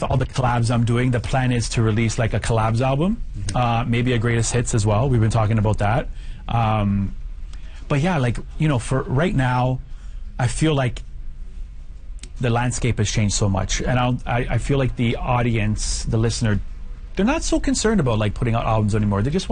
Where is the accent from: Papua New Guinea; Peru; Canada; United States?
Canada; I mean, listen, I was born in Canada. I'm Canadian, obviously, but Portuguese runs through my blood.